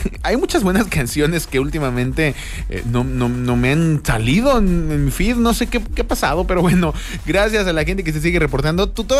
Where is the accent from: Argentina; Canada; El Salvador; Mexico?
Mexico